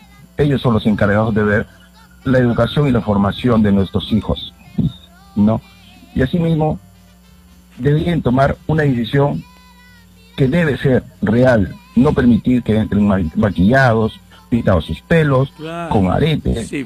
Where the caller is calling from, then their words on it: Loreto, Peru; Desde la carretera Santa Clara.